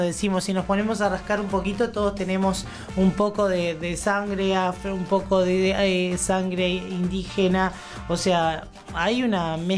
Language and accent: Spanish; Paysandú, Uruguay; moved away; yo soy de Paysandú